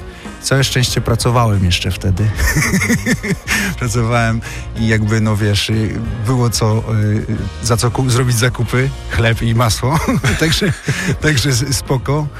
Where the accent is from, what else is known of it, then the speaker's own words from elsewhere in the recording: Mędków, Lesser Poland, Poland; bo pochodzę z takiej miejscowości Mędków, która jest nieopodal, powiedzmy, Chrzanowa, czyli w połowie drogi między Katowicami a Krakowem.